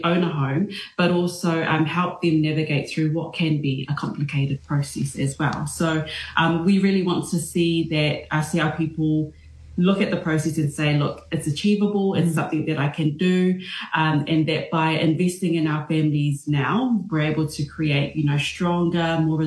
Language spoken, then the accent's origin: English; Samoa; now in Lower Hutt, New Zealand; I hail from Samoa. Villages are Sanapu and Salimoa, and here in Wellington from the Hutt Valley